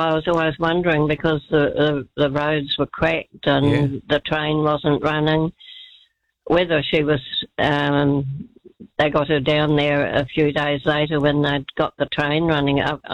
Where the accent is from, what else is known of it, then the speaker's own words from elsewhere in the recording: Wellington, New Zealand; also born or lived in Napier; now in Levin, New Zealand; I was born in Napier and lived there till I was a 10, and my father was a railway man, and he was transferred to Wellington.